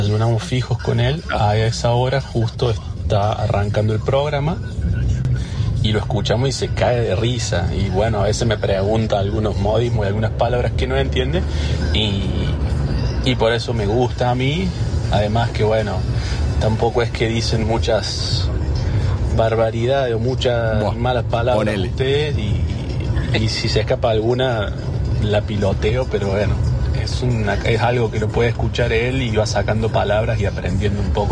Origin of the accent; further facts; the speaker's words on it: Córdoba, Argentina; Yo soy cordobés, así que...